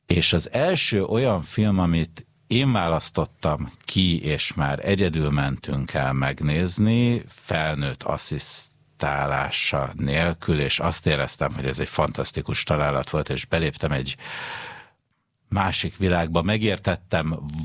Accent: Budapest, Hungary; 1977. december 4-én születtem Budapesten.

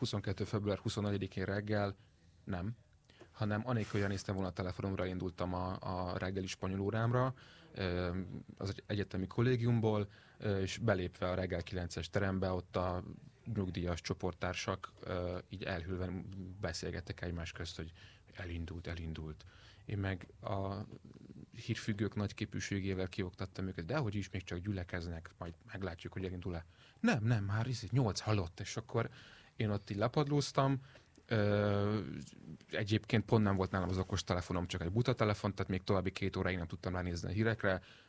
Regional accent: Debrecen, Hajdú-Bihar, Hungary; Debrecenben, ahol én születtem és ahol elkezdtem jégkorongozni

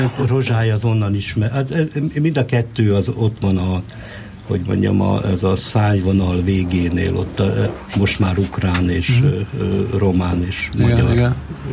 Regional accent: Nyíregyháza, Szabolcs-Szatmár-Bereg, Hungary; born there; also born or lived in Szeged; now in Budapest, Hungary; Hát születni Nyíregyházán születtem, a nagyszüleim azok tunyogmatolcsiak és gacsáiak

